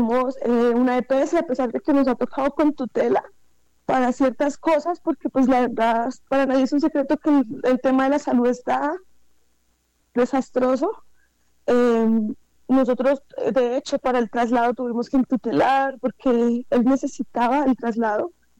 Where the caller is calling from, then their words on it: Acacías, Meta, Colombia; Somos del municipio de Acacías.